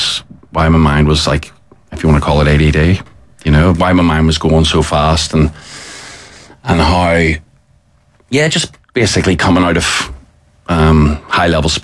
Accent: Ards, Northern Ireland, United Kingdom; born there; also born or lived in Magherafelt, Northern Ireland / Cookstown, Northern Ireland; then we all moved to Cookstown in Mid-Ulster. So I was born in Macrofelt, lived there for a few years, and then he was moved to Ards

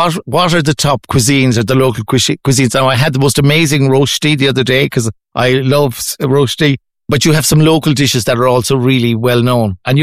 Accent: Ireland; in Ireland we're very friendly

